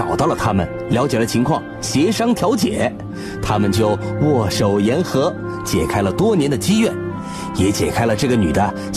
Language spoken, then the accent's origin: Chinese; Henan, China; now in Guizhou, China; 我是河南的，在贵州上的大学。